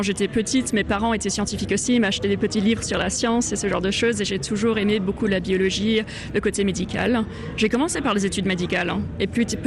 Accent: France; moved away as an adult; also born or lived in Switzerland / United Kingdom; Je suis née en Suisse et j'ai passé mes 4 premières années en Suisse, puis en France plus ou moins jusqu'au lycée. Après, je suis allée faire une grande partie de mes études supérieures au Royaume-Uni. J'ai passé à peu près les 15 dernières années au Royaume-Uni.

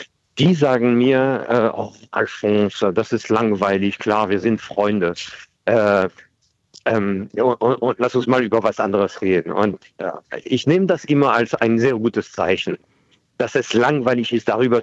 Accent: France; now in Germany; Für mich als Franzose, der irgendwann nach Deutschland kam, der dachte, er bleibt nur ein paar Monate, dann bleibe ich länger, dann werde ich Deutscher.

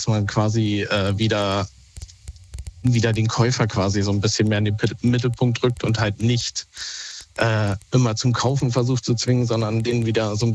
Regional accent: Berlin, Germany; wir wohnen halt in Bayern und ich bin ursprünglich Berliner.

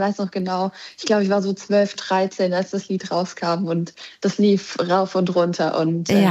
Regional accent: Saarland, Germany; now in Munich, Germany; Ja, ich bin eigentlich ja Saarländerin, dann aber nach München gegangen.

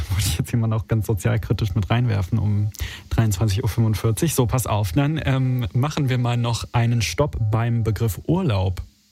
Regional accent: Berlin, Germany

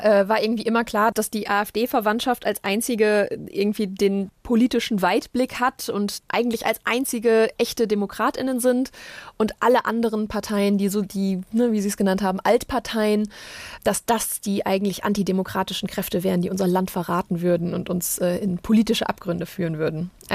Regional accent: Germany; also born or lived in Osnabrück; In so einer alteingesessenen CDU-Familie, in einem kleineren Ort eben. Sehr, sehr westdeutsch auch. Also ich bin relativ nah der niederländischen Grenze groß geworden und ja, habe da so meine Kindheit und Jugend verbracht.

